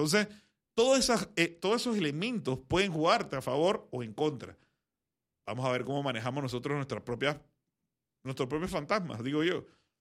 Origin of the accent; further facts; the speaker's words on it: Panama; mi ilusión como panameño